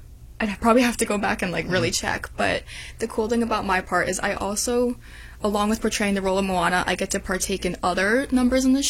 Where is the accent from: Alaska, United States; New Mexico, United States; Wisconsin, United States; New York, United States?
Alaska, United States; Anchorage; Anchorage, Alaska.